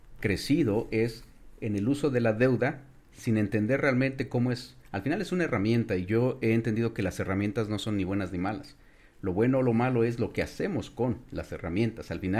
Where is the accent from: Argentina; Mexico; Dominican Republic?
Mexico; soy mexicano, casado ya hace 24 años, con dos hijos